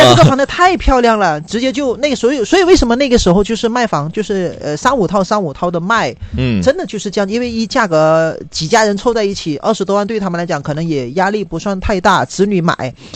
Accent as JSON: {"language": "Chinese", "region": "Hainan", "country": "China", "said": "尤其是我们海南这种北纬18度的这种地方"}